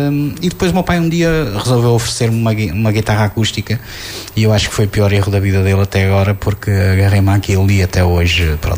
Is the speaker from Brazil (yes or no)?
no; Vale de Cambra, Norte, Portugal; Eu sou de Valdecâmara.